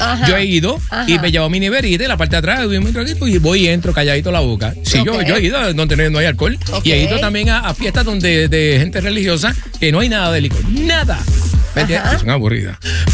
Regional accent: Puerto Rico; yo soy puertorriqueño, yo estoy ligado a muchísimas otras razas y tengo muchísimas amistades de casi toda Latinoamérica

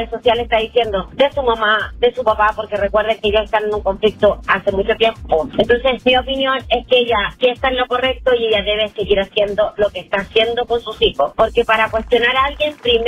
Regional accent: Los Angeles, California, United States

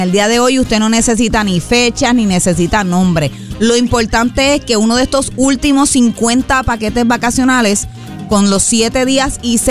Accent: Puerto Rico; Ahora, tú sabes cómo somos los puertorriqueños, somos en Mayagüez y nosotros queremos lo máximo.

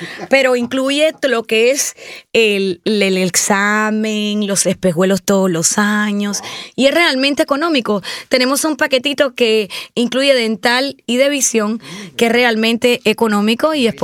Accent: Cuba; moved away; Yo me crié en Cubita la Bella.

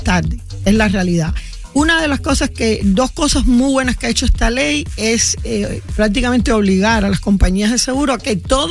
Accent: Cuba; accent: Cuban; now in United States; Y cuando nosotros llegamos a los Estados Unidos, porque yo también soy emigrante, como puedes oír, mi acento es cubano y hoy es regreso.

